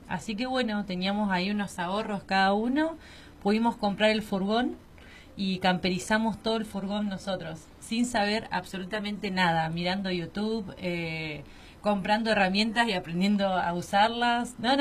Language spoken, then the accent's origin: Spanish; Centenario, Neuquén, Argentina; Sí, somos neuquinos, los dos. Yo me crié en la ciudad de Centenario, que queda a 15 kilómetros, pero después a los 17 años yo ya me fui a vivir a Neuquén